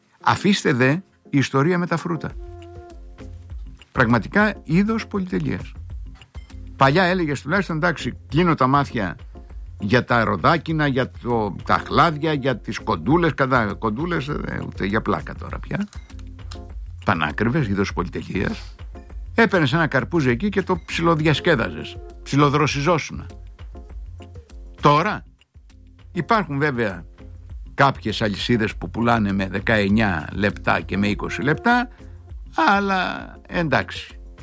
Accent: Crete, Greece; λιράριδες που λέμε στην Κρήτη

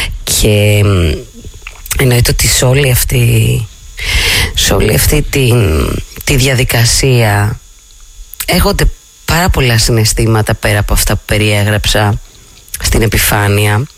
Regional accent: Pitsi, Central Greece, Greece; Απέναντι από το δικό μου το χωριό, το γνωστό και ξεκουστό με τα 30 σπίτια, το Πίτσι, το χωριό μου, εντάξει, νομός Θεότιδας

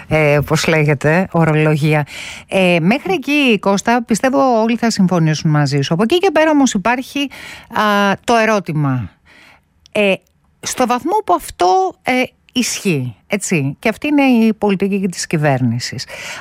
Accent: Athens, Attica, Greece; Εγώ είμαι μεγαλωμένη Εξάρια, downtown.

